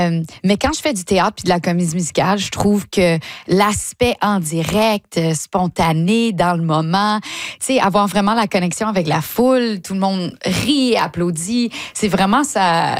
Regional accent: Ottawa, Ontario, Canada; accent: Franco-Ontarian; also born or lived in Longueuil, Quebec / Brossard, Quebec; now in Toronto, Canada; Mes parents sont nés à Montréal. Moi, je suis née aussi au Québec, à Longueuil. J'ai habité à Brossard pendant un moment. Après, j'ai grandi à Ottawa.

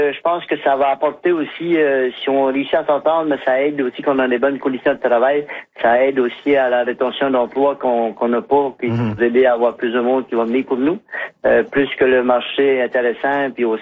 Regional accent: Îles de la Madeleine, Quebec, Canada; nous autres, on sait qu'on est de la Madeleine, on est insulaire, ça fait que ça coûte le coût de la vie coûte un peu plus cher.

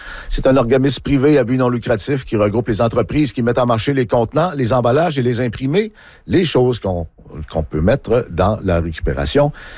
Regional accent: Chicoutimi, Quebec, Canada; born there; Je suis natif de Chicoutimi, je ne sais pas si vous saviez.

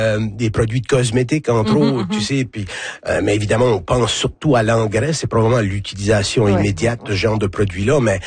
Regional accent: Cap-Pelé, New Brunswick, Canada; je suis originaire de Capelé

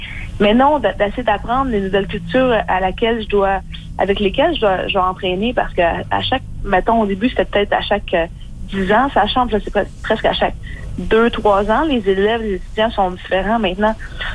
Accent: Quebec, Canada; moved away as an adult; now in Ontario, Canada; j'ai quand même passé 20 ans de ma vie ici, bien sûr, je viens du Québec.

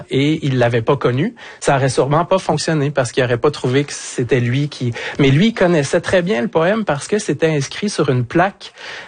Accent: Quebec, Canada; Tu sais, pour revenir plus près de chez nous, au Québec, le premier référendum, René Lévesque, il a terminé avec la chanson

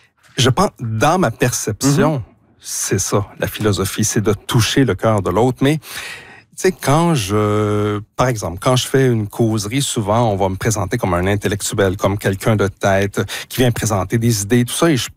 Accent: Quebec City, Quebec, Canada; moved away; Bonjour à toute la région de Québec, vraiment. C'est ma ville natale

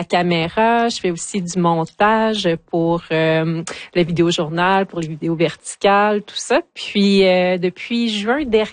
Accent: Rouyn-Noranda, Quebec, Canada; also born or lived in Buckingham, Outaouais; Oui, à Buckingham, mais à l'âge de 4 ans, on est déménagé à Rouyn-Noranda.

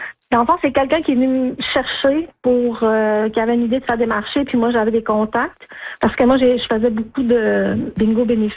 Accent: Saint-Ambroise, Quebec, Canada; Moi, personnellement, je viens de Saint-Ambroise. Je ne demeure plus là, mais je suis originaire de Saint-Ambroise.

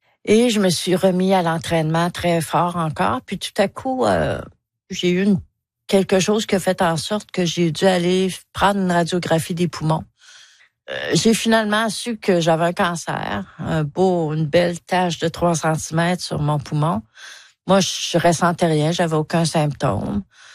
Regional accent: Rouyn-Noranda, Quebec, Canada; now in Neuville, Canada; Je viens de l'Abitibi. J'ai 74 ans. J'ai vécu mon enfance à Rouyn-Noranda. L'Abitibi, c'est un territoire de lacs et de rivières.

